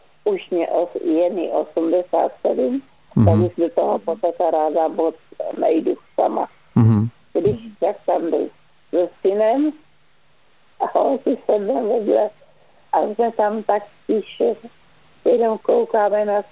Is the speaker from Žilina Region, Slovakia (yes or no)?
yes; Liptovský Mikuláš, Žilina Region, Slovakia; now in Plzeň, Czechia; Vyrůstala jsem v Litovském Mikuláši. Nádherné místo.